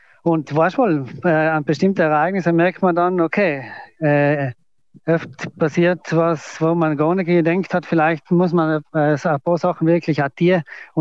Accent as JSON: {"language": "German", "town": "St. Johann in Tirol", "region": "Tyrol", "country": "Austria", "said": "der Markus, der Höhner und ich sind alle von St. Jan."}